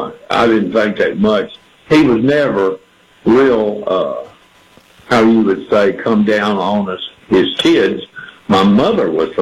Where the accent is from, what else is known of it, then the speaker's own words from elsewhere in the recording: Bangor, Maine, United States; born there; also born or lived in Mississippi; You know, I was born in Bangor, Maine. They say I was a maniac, but then I moved to Mississippi, and I was in the later part of my dad's career.